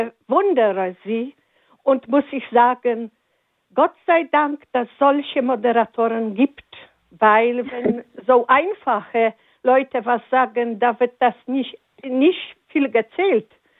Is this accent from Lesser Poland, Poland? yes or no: no; Silesian Voivodeship, Poland; German is a second language; moved away as an adult; now in Germany; Ich stamme aus Schlesien und bin ich katholisch von zu Hause, meine Eltern und alles drum und dran. Und bin ich hier vor über 30 Jahren nach Deutschland gekommen